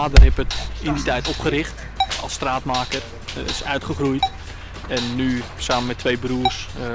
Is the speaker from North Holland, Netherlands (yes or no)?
yes; Uithoorn, North Holland, Netherlands; Ik kom uit Uithoren.